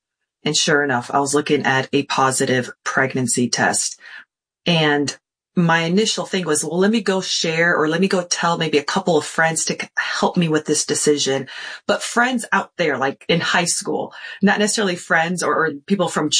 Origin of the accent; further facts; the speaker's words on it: Detroit, Michigan, United States; I grew up in Detroit, Michigan, and a wonderful family. We went to church all the time.